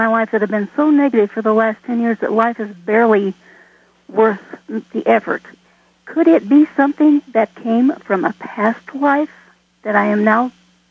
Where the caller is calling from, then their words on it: Klamath Falls, Oregon, United States; I'm calling from Klamath Falls, Oregon.